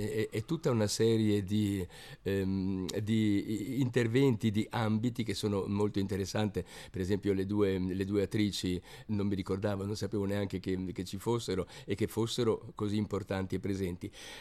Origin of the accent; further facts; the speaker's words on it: Serravalle, Trentino-Alto Adige, Italy; io poi sono della Vallagarina di Serravalle, quindi naturalmente Borghetto, siamo un po' di casa.